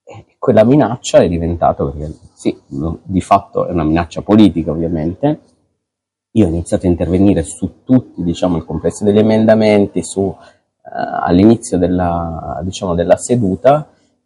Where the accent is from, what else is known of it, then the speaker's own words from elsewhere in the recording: Turin, Piedmont, Italy; Io sono torinese